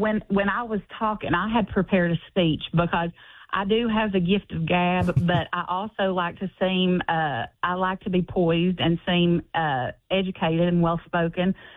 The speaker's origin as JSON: {"language": "English", "region": "West Virginia", "country": "United States", "tie": "born or raised there", "said": "I had a very, even though it was tucked in the mountains of West Virginia, and people might have, outsiders may say that I didn't have a lot of experience, I feel like I had a very rich childhood."}